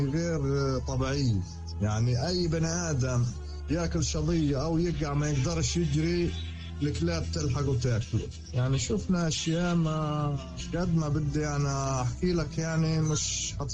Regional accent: Gaza, Gaza Strip, Palestine; moved away as an adult; now in Egypt; أنا عانيت يعني فترة طويلة لما أنا طلعت من غزة كمان

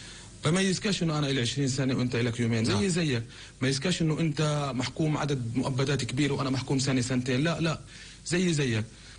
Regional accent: Palestine; إحنا كفلسطينيين يعني جبارين

